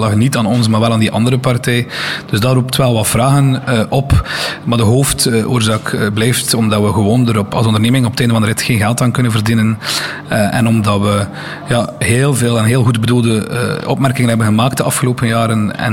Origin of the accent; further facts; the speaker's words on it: Ostend, Flanders, Belgium; hoeveel pijn dat dat doet als Oostendenaar